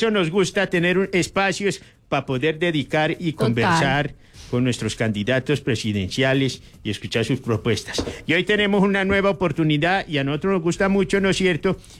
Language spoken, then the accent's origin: Spanish; Colombia; Todos somos colombianos